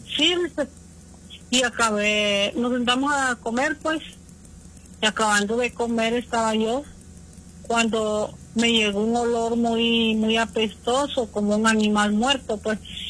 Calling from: Río Grande, Oaxaca, Mexico; De aquí, de Río Grande.

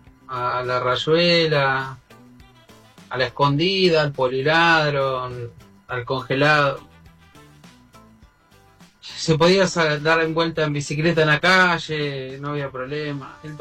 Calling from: Ramos Mejía, Buenos Aires Province, Argentina; de Ramos Mejía.

